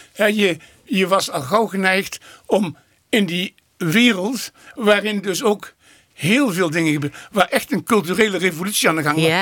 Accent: Venlo, Limburg, Netherlands; En dus in het stadje Venlo, waar ik geboren ben en getogen ben.

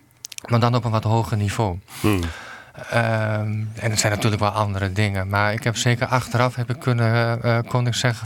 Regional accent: Overijssel, Netherlands; Ik ben geboren en getogen in, in Twente. En dus mijn achternaam is ook een echt typisch Twentse naam. En … is, dat heb ik gekregen van mijn ouders.

